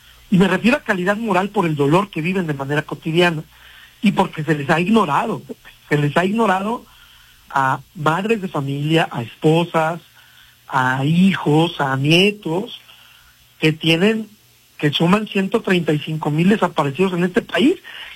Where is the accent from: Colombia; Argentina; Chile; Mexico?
Mexico; Mexico City; Yo soy chilango 100%.